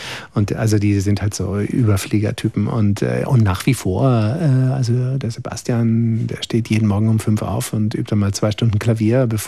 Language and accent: German; Schleswig-Holstein, Germany; moved away; Ich komme ja eigentlich aus Schleswig-Holstein in Norddeutschland